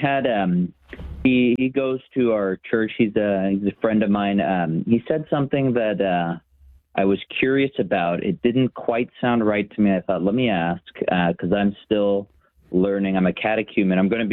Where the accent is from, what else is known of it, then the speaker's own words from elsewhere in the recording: Los Angeles, California, United States; I'm in a LA suburb, but you could say Los Angeles.